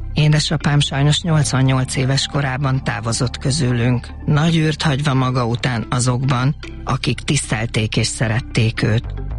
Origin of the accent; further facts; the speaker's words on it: Hungary; Mindig azt mondta nekem, legyek büszke arra, hogy magyar vagyok, és én nagyon büszke vagyok a magyarságomra.